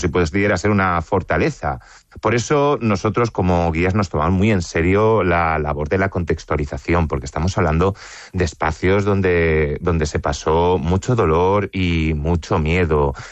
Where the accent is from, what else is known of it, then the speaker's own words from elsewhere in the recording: Alicante, Valencian Community, Spain; porque al final del día un aspecto que muchas veces olvidamos como alicantinos es que la Guerra Civil acabó aquí en Alicante. Fuimos el último reducto en ser tomado.